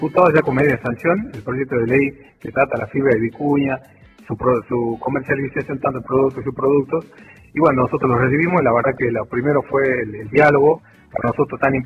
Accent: Santa Victoria, Salta, Argentina; soy de Santa Victoria, represento a esa comunidad, vivo allá.

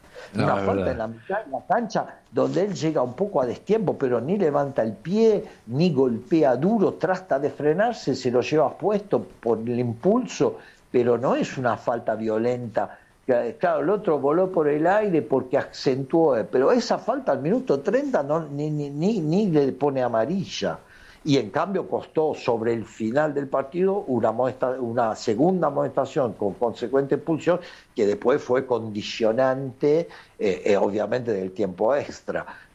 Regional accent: Italy; yo soy italiano, no es que soy argentino

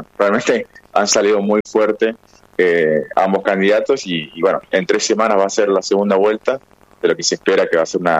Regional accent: Argentina; now in Colombia; que para nosotros nos parece raro, nosotros como argentinos

